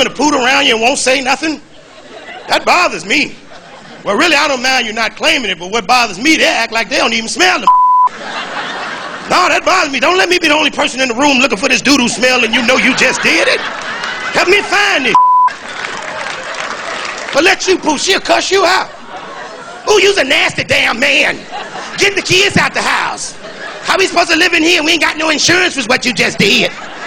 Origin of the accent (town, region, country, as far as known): Chicago, Illinois, United States